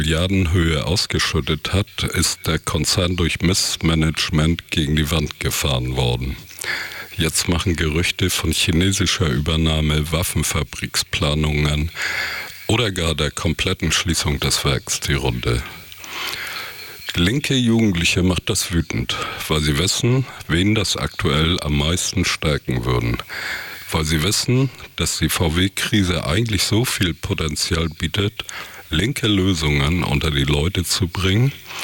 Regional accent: Zwickau, Saxony, Germany; vor kurzem in Zwickau, meiner Heimatstadt, von 15 Neonazis mit Elektroschockern und Bierflaschen eingekesselt worden zu sein

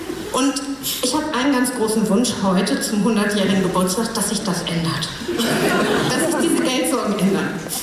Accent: Buchholz in der Nordheide, Lower Saxony, Germany; Ich bin in Buchholz groß geworden. Ich habe hier die Baseballschlägerjahre mitgemacht.

